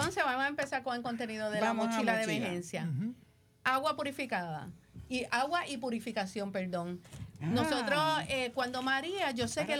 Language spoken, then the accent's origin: Spanish; Peñuelas, Puerto Rico; Yo soy del área sur, vengo de Peñuelas